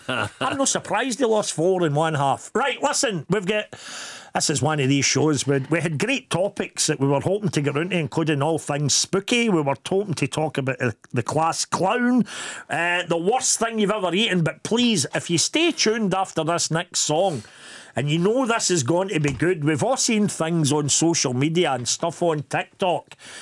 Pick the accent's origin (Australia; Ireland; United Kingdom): United Kingdom; Scotland; We're Scottish football fans